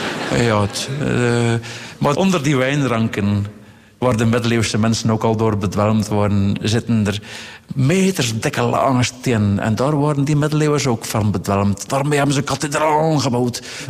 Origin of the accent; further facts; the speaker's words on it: Flanders, Belgium; Er waren heel veel mensen ook in mijn geboortedorp, daar langs de Leie in die hoek, die vrochten in Frankrijk.